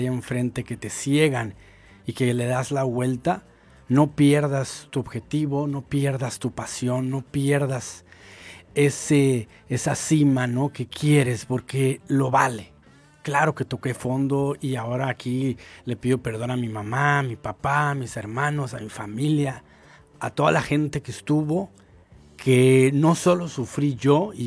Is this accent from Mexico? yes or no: yes; Mexico; moved away; yo siempre también soñé venir a mi tierra. Llevo 23, 24 años fuera